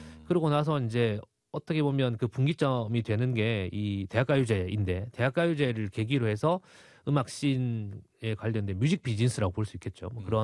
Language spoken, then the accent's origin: Korean; Busan, South Korea; 씨는 이제 대구 사람이고 저희는 부산이라서 좀 비슷한 동향이기도 하고 대기실에서 친해졌어요 저희가.